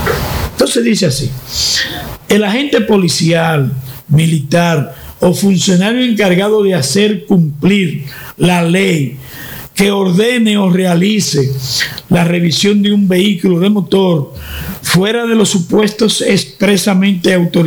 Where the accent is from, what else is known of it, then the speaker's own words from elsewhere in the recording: Baní, Peravia, Dominican Republic; En específico a mi pueblo Baní.